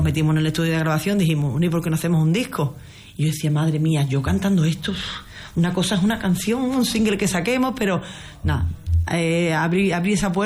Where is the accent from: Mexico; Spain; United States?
Spain; Huelva, Andalusia; yo soy de Huelva Capital